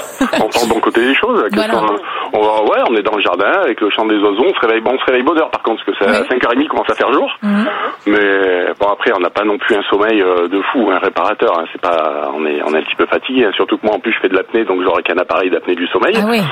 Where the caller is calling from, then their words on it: Nouvelle-Aquitaine, France; La Charente.